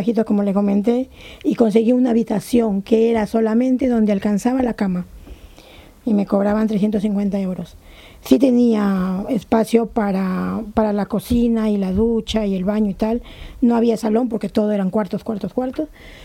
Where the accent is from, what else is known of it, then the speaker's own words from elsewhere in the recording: Peru; moved away as an adult; now in Cantabria, Spain; Soy peruana